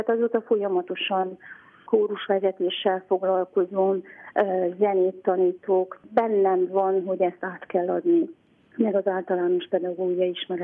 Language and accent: Hungarian; Romania; nem kaptam karácsonyi pénzt, mert román vagyok, nem kaptam kollégiumi pótlékot, mert román vagyok